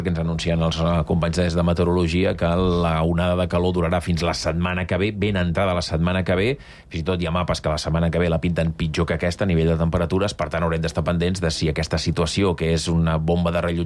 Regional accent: Barcelona, Catalonia, Spain; Els que tenim una edat i els que, a més, som del Carmel

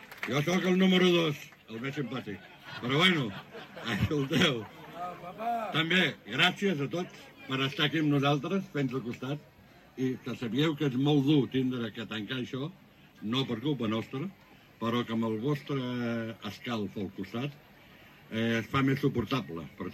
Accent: Sitges, Catalonia, Spain; born there; Jo sóc el que vaig néixer a casa, a Sitges.

